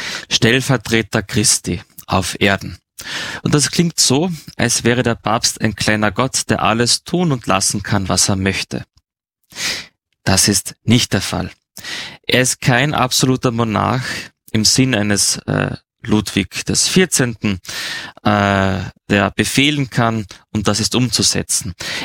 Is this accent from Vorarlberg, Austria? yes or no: no; Carinthia, Austria; für mich als Kärntner, Kärntner-Kasennudel, das ist das beste Gericht der Welt